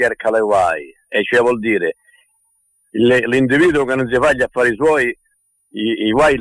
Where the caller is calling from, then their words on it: Caltanissetta, Sicily, Italy; chiamo da Caltanissetta.